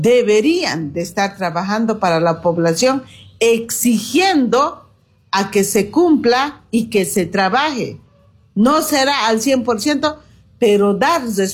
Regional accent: Bolivia

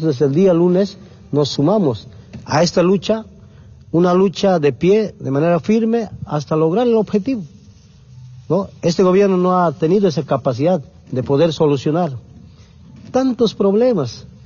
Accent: Bolivia

